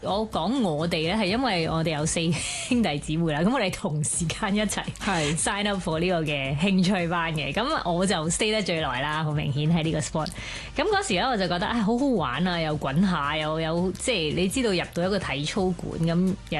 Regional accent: Melbourne, Victoria, Australia; 其實我哋喺澳洲啦墨爾本長大嘅我哋嘅 family， 我記得喺澳洲嗰邊咧

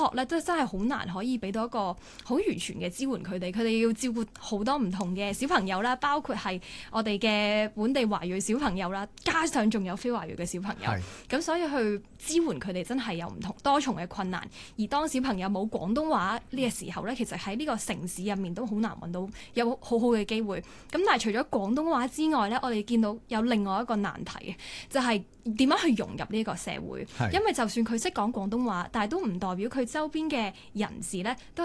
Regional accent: Hong Kong; 大家都係喺香港度土生土長啦

